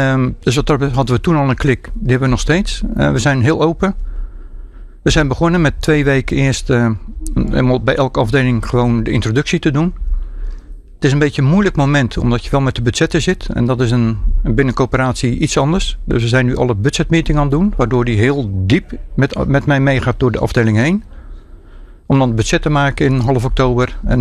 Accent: Rotterdam, South Holland, Netherlands; En dan ben ik echt Rotterdammer in hart en nieren.

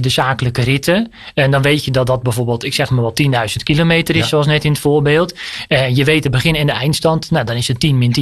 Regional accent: North Holland, Netherlands; Maar er zijn zat bouwvakkers in West-Friesland, waar ik vandaan kom.

